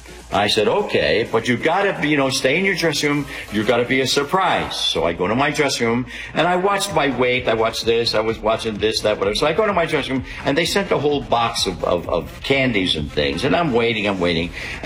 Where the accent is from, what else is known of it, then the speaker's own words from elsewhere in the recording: Philadelphia, Pennsylvania, United States; a kid that I grew up with in South Philly, a lot of Italian kids, thought it was Bobby De Niro.